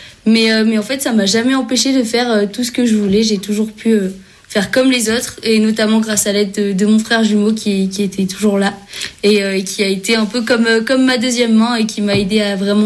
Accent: Ceillac, Provence-Alpes-Côte d'Azur, France; moved away; je viens de Seillac, dans les Hautes-Alpes. C'est là où j'ai appris à skier, où j'ai grandi et où je reviens dès que j'ai un peu de temps aujourd'hui.

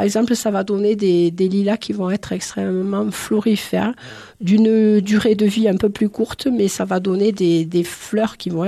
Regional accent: Nîmes, Occitanie, France; je suis originaire de Nîmes, voilà, dans le Gard.

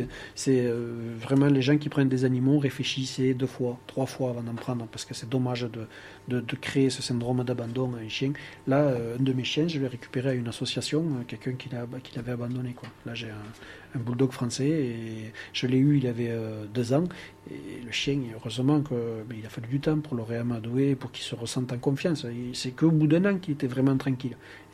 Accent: Occitanie, France; moved away as an adult; moi j'ai grandi en Aveyron.

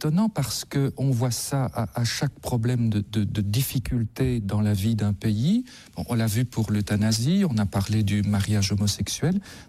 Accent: Belgium; Exactement comme pour chez nous, en Belgique, la question du mariage homosexuel.

